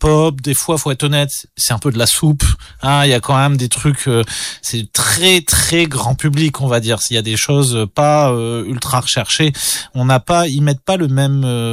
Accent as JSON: {"language": "French", "country": "France", "said": "en tant que Français"}